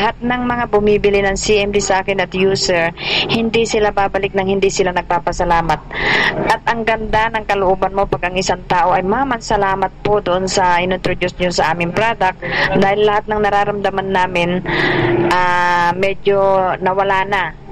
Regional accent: Malasiqui, Pangasinan, Philippines; Malasiki, Pangasinan. I'm from Malasiki, Pangasinan. Okay. Northern part of Luzon.

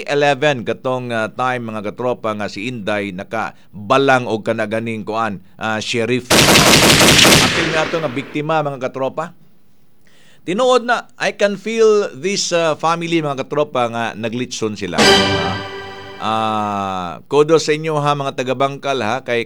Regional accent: Davao City, Davao Region, Philippines; Hindi nga kayo taga rito sa Davao City, ang dami nyo mga bagutbot. Kami dito, ang totoong nangyari sa amin sa Davao City, hindi kami nagbabagutbot

